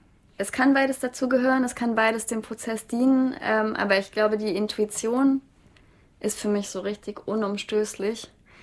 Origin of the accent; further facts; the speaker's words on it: Ilmenau, Thuringia, Germany; now in Leipzig, Germany; also ich wurde in Leipzig geboren und bin in Thüringen-Ilmenau aufgewachsen.